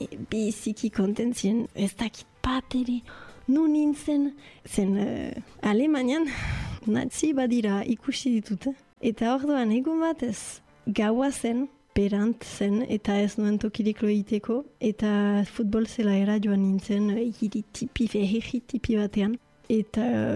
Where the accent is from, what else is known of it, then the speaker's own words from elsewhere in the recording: Bayonne, Nouvelle-Aquitaine, France; Baionakoa naiz